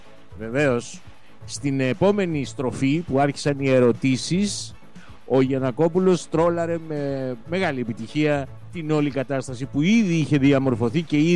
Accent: Nafpaktos, West Greece, Greece; born there; καλημέρα στην Αύπακτο, τη γενέτηρά μου, την αρχόντισσα του Κορινθιακού, την πανέμορφη.

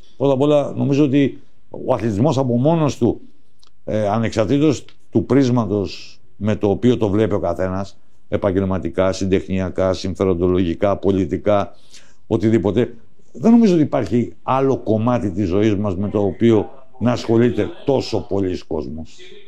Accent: Rethymno, Crete, Greece; moved away; για την πατρίδα μου, την ιδιαίτερη, το Ρέθυμνο.

